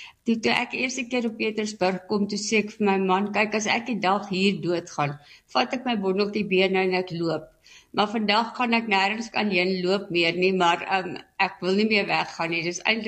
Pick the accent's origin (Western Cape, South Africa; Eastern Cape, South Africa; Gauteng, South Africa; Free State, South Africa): Free State, South Africa; Koppies; born there; moved away as an adult; also born or lived in Bethlehem, Free State / Kroonstad, Free State / Polokwane (Pietersburg), Limpopo; Ek is in Bethlehem in die sneeu gebore. En toe het ons Kroonstad toe getrek. My pa was 'n kleremaker en my ma het by hom in die winkel gewerk. En toe 'n paar jaar later Koppies toe.